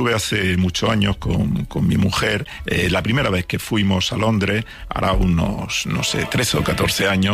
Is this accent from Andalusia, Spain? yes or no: yes; Jaén, Andalusia, Spain; botellas de aceite de oliva de mi tierra, de Jaén.